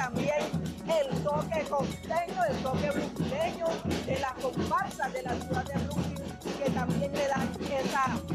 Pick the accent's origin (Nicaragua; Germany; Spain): Nicaragua; Caribbean coast; no dejamos de ser nicaragüenses. Los costeños somos nicaragüenses, orgullosos